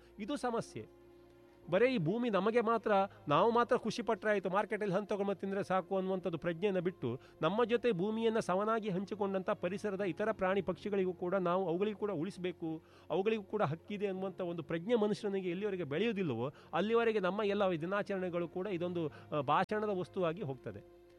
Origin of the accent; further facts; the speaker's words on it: Karnataka, India; ನಾವು ಮಲೆನಾಡಲ್ಲೇ ಹುಟ್ಟಿ ಬೆಳೆದವರು.